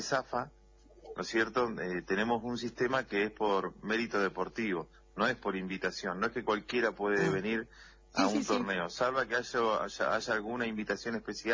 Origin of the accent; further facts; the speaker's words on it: Santa Cruz, Argentina; Nosotros somos orgullosos de nuestra cuenca